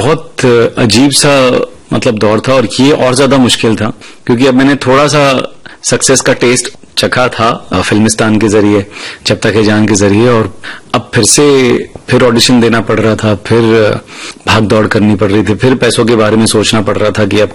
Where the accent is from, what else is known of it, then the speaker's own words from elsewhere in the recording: Mumbai, Maharashtra, India; तो मैंने बोला मैं मुंबई में पला बड़ा हूँ, मराठी बोल लेता